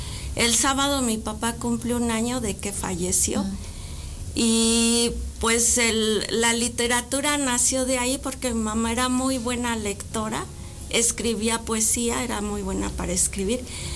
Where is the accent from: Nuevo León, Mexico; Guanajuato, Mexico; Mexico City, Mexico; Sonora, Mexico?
Mexico City, Mexico; moved away as an adult; also born or lived in Durango / Sombrerete, Zacatecas; now in Aguascalientes, Mexico; mi familia es de Sombrerete, Zacatecas, un pueblo mágico muy bonito. Y chiquita me llevaron a la Ciudad de México y sí, pues toda mi vida se desarrolló allá hasta el 2002 que nos venimos a vivir a Aguascalientes, de lo cual fue una excelente decisión. Hemos vivido muy a gusto aquí en Aguascalientes.